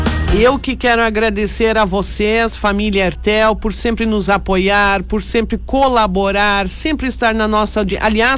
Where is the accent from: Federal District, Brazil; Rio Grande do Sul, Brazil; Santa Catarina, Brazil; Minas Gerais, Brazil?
Rio Grande do Sul, Brazil; Salvador do Sul; born there; sobrevoando a minha terra, a terra onde eu nasci, sobrevoando Salvador do Sul